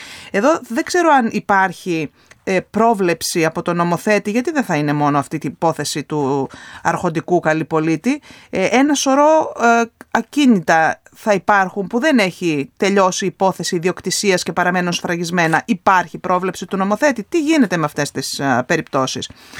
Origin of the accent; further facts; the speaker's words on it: Agia Paraskevi, North Aegean, Greece; επειδή είμαι και από την Αγία Παρασκευή